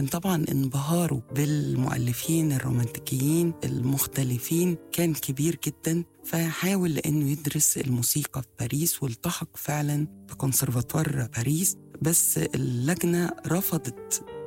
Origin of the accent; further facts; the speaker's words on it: Egypt; بتخليها دايماً قريبة لذوقنا كمصريين أو في العالم العربي أو العالم الشرقي بشكل عام.